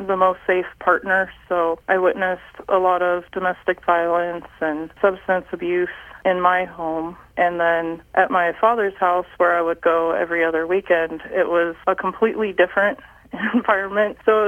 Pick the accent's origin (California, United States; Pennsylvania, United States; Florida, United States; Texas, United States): Texas, United States; San Antonio; now in Kansas, United States; I grew up in San Antonio, Texas, so very different from rural Kansas, big city.